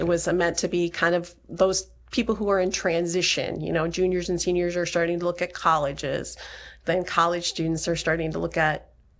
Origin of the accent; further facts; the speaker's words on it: Florence, South Dakota, United States; And I grew up in Florence, which is up by Watertown.